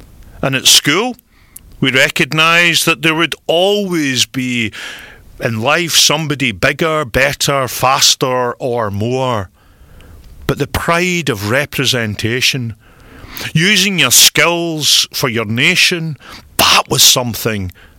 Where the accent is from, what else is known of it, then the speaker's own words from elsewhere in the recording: Scotland, United Kingdom; as a very young child, I was proud of being Scottish